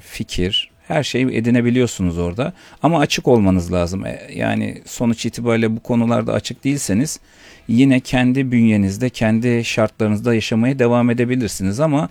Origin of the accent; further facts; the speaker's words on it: Istanbul, Turkey; now in United States; İstanbulluyum ben de.